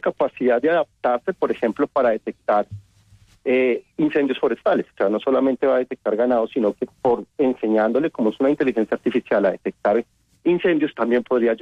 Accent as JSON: {"language": "Spanish", "country": "Colombia"}